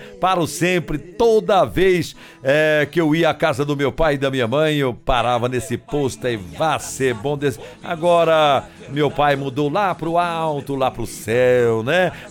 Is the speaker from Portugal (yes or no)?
no; Minas Gerais, Brazil; born there; Mas vou visitar Minas Gerais, que está no meu coração sempre, a terra onde eu nasci, onde o meu pai ficou morando lá pra sempre, né?